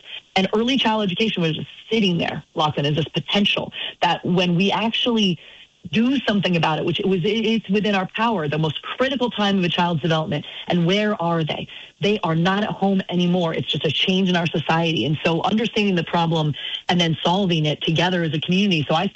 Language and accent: English; Newbury, Vermont, United States; I grew up in Newberry, Vermont, small town, you know, on a dirt road, because my parents thought Vermont was the best place in the world to raise a family.